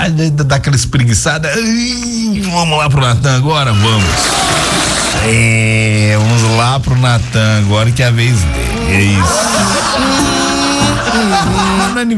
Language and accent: Portuguese; Bahia, Brazil; now in Iraquara, Brazil; Sou de Chapada Diamantina, moro na cidade de Iraquara.